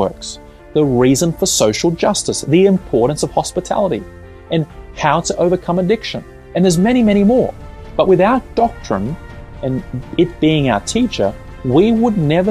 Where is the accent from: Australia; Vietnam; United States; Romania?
Australia; Bowral, New South Wales; from Bowral, and you're listening to Faith FM right across Australia.